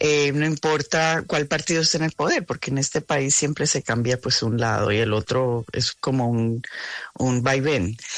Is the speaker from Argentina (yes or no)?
no; Colombia; now in South Florida, United States; la primera colombiana